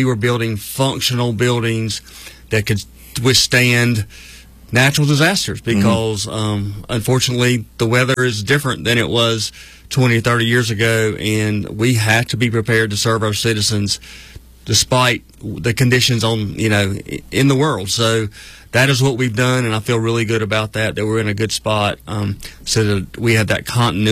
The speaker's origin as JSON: {"language": "English", "town": "Clinton", "region": "North Carolina", "country": "United States", "tie": "born there", "also_born_or_lived": "Statesville, North Carolina / Cullowhee, North Carolina", "said": "I grew up in a little place called Clinton, North Carolina, down in Sampson County."}